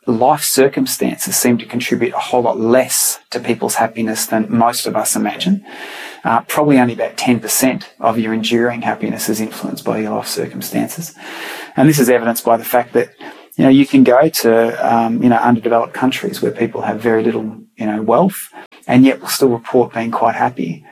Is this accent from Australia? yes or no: yes; Australia; In my book, I joke around because I'm an Aussie, you know, we give everything nicknames.